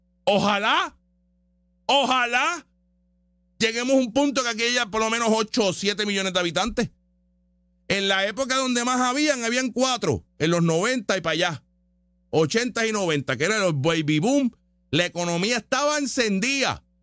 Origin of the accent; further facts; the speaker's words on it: Puerto Rico; la mayoría somos boricuas y somos de aquí.